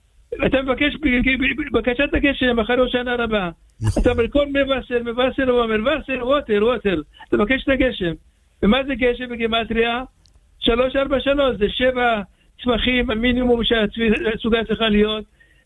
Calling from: Bat Yam, Tel Aviv District, Israel

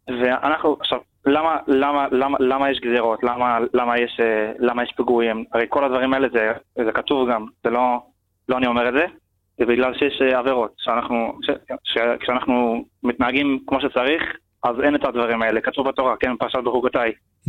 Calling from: Ashdod, Southern District, Israel

